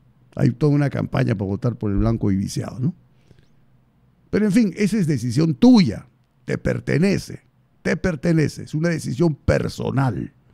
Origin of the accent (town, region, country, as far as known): Peru